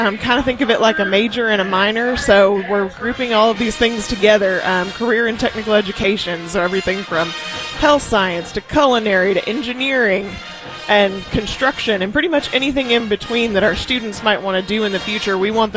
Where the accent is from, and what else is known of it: Texas, United States; moved away as an adult; now in Nashville, United States